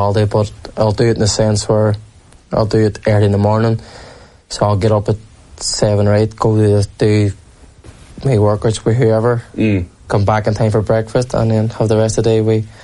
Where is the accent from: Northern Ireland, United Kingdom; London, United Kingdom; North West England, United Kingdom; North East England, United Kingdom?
Northern Ireland, United Kingdom; Derry; born or raised there